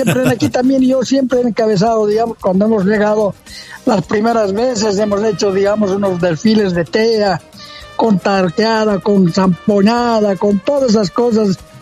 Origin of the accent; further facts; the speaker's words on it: Bolivia; now in Rurrenabaque, Bolivia; yo soy colla, soy del occidente, y toda la vida voy a ser del occidente.